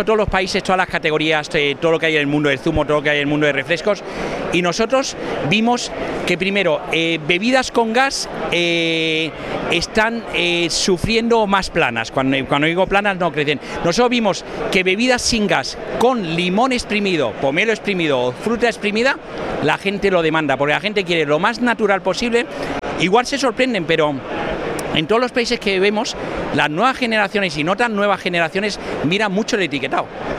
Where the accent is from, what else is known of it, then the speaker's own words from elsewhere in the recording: Region of Murcia, Spain; que al final yo soy murciano, perfil bajo